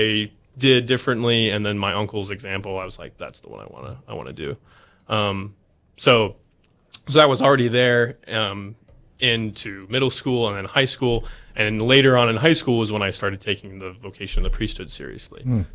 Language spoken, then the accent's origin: English; Lakota, North Dakota, United States; born there; also born or lived in Alaska / Grand Forks area, North Dakota / Mayville, North Dakota; I grew up in Lakota primarily. Okay. I grew up in Lakota till I was 12 years old. Then my family moved out of state for a couple of years. We actually lived in Alaska